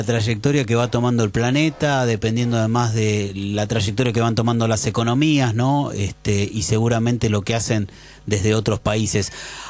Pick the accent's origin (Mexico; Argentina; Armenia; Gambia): Argentina; los argentinos somos de siempre andar comparando.